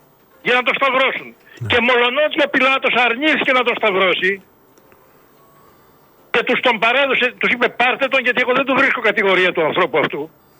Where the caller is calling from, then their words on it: Greece; Ότι δεν είμαστε Έλληνες εμείς σήμερα.